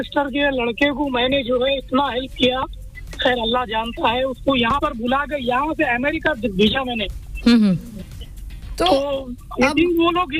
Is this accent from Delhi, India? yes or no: no; Hyderabad, Telangana, India; जैसे मैं किंगडम से आता हूँ Hyderabad you know Nizam state, तो वहाँ पर भी काफी सारे हम लोग का था